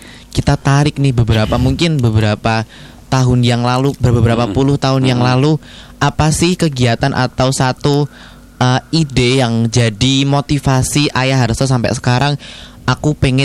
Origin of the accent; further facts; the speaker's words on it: Kalinegoro, Central Java, Indonesia; Saya aslinya Kalinegoro.